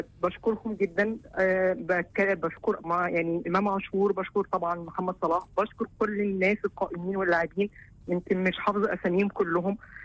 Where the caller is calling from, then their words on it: New Cairo, Cairo Governorate, Egypt; من التجمع الخامس.